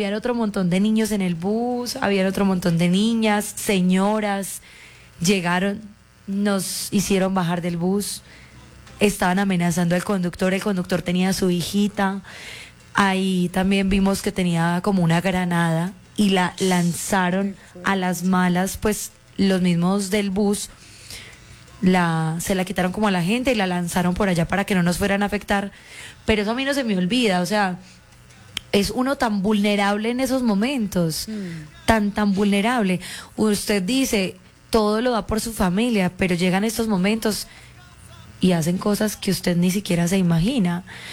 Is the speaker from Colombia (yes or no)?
yes; Entrerríos, Antioquia, Colombia; Nosotros somos de Entre Ríos, Antioquia.